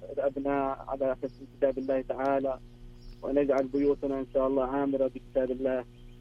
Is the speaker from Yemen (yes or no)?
yes; Hadramawt, Yemen; والله أنا متابع للبرنامج. أنا من اليمن حضرموت.